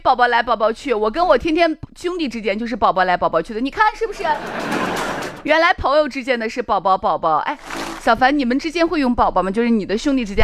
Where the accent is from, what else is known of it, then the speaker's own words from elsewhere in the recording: Chang'an County, Shaanxi, China; accent: Shaanxi dialect, Chang'an County dialect; 我们陕西话长安县话就叫